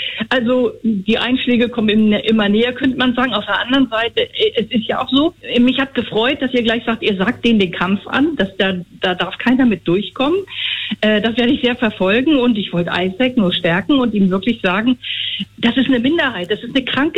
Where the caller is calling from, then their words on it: Germany; die Menschen, die hier wohnen, wir sind alle Deutsche